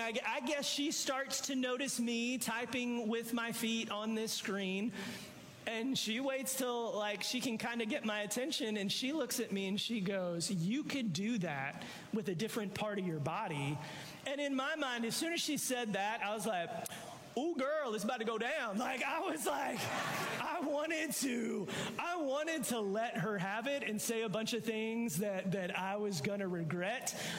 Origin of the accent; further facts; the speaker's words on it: North Carolina, United States; I'm from North Carolina.